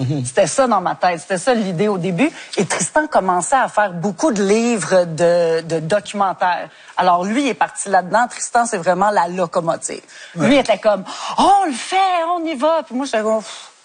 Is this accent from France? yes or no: no; Westmount, Quebec, Canada; J'ai grandi à Westmount, donc j'ai vu les autres amis qui ont grandi à Westmount.